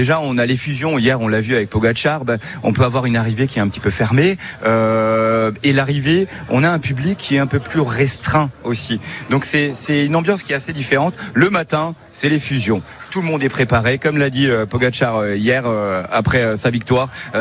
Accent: Grand Est, France; moi je suis alsacien, quand tu penses vraiment à mon territoire, tu penses choucroute, tu penses tarte flambée, bretzel

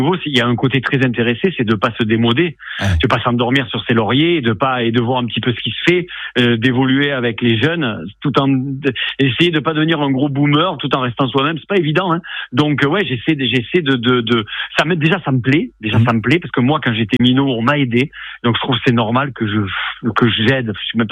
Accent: Occitanie, France; moi j'avais fait ça avec Collioure du côté de dans ma région natale

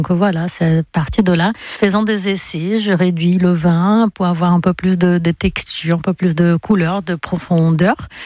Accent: Brazil; moved away as an adult; also born or lived in Georgia, United States; now in Marseille, France; J'ai vécu au Brésil toute ma vie. Après, je suis partie aux États-Unis pour une année à l'Université de Géorgie. Et en rentrant au Brésil, après quelques mois, je retrouve un Français. Depuis 20 ans, je suis en France, à Marseille.

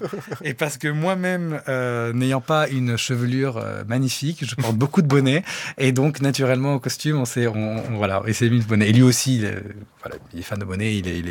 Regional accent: Lebanon; Moi, je suis grec du Liban et les rares fois où j'ai été au Liban, je vais beaucoup plus en Grèce.

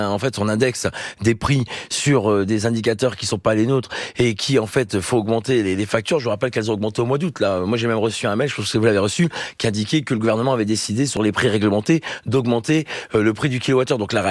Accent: Hauts-de-France, France; moi je suis du Nord, donc Gravelines à Dunkerque

